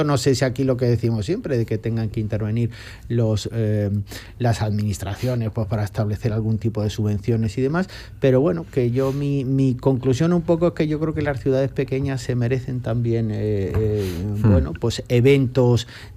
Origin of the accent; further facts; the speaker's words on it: Toledo, Castilla-La Mancha, Spain; Yo además, como toledano de toda la vida, y Toledo que siempre se ha mantenido esto, pues en ciudad pequeña para ser una capital de provincia